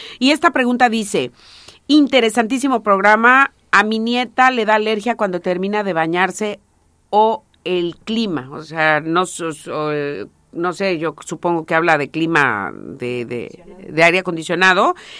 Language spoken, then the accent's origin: Spanish; Coatzintla, Veracruz, Mexico; Desde la Ruiz Cortines de Coatzintla, yo soy oriunda de Coatzintla, Veracruz.